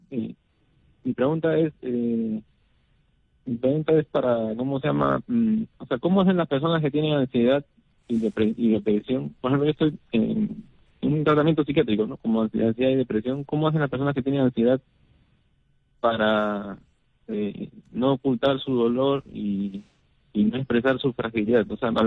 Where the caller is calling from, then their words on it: Lima, Peru; lo llamo desde San Juan de Miraflores, cerca del puente de Alipio.